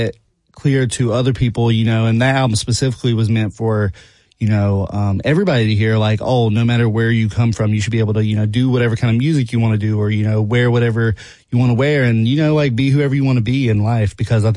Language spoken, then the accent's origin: English; North Carolina, United States; I grew up in North Carolina. I grew up in Ashe County, North Carolina, in a very rural community.